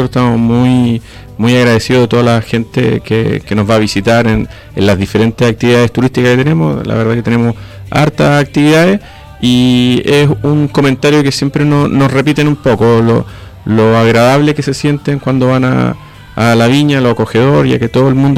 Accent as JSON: {"language": "Spanish", "country": "Uruguay", "moved": "yes", "lives_now": "Chile", "said": "yo soy uruguayo, mi familia también"}